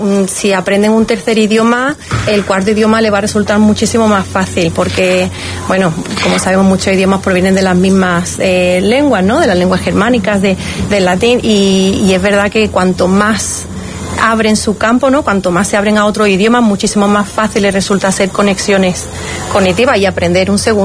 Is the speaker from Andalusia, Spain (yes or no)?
yes; Córdoba, Andalusia, Spain; also born or lived in England; now in San Pedro de Alcántara, Spain; Bueno, yo soy un poco cordobesa inglesa. He vivido mucho tiempo en Inglaterra.